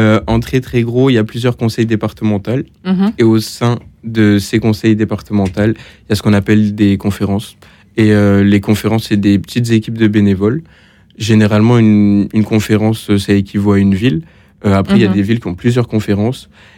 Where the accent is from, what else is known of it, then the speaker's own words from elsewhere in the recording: Montpellier, Occitanie, France; parce que j'étais dans une nouvelle ville, parce que de base, je viens de Montpellier. Là, j'étais arrivé en Île-de-France et je ne connaissais pas beaucoup de monde.